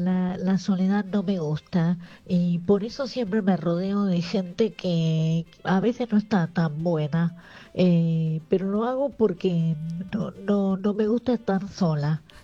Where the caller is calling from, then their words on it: Castelar, Buenos Aires Province, Argentina; de Castelar.